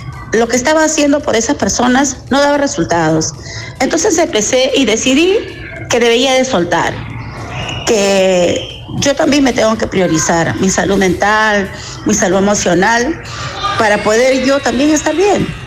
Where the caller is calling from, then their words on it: Lima, Peru; Muy buenos días, Ayisita hermosa. … de Cercado de Lima.